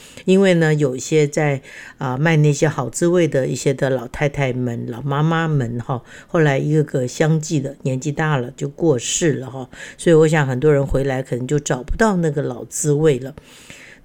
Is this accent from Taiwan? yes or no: yes; Keelung, Taiwan; now in Taipei, Taiwan; 的小时候我是住在基隆的，一直到20几岁结婚以后才搬到台北来。